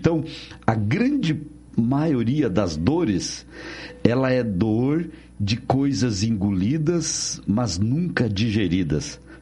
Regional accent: Rolante, Rio Grande do Sul, Brazil; born there; Gaúcho falso. Eu nasci no Rio Grande do Sul, cidade de Rolante.

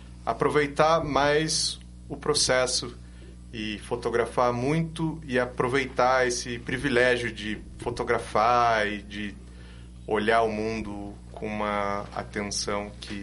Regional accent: Curitiba, Paraná, Brazil; Sou curitibano.

